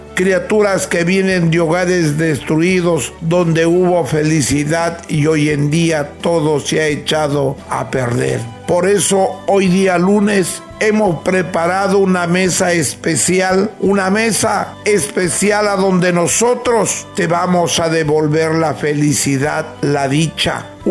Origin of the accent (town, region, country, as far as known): northern Peru, Peru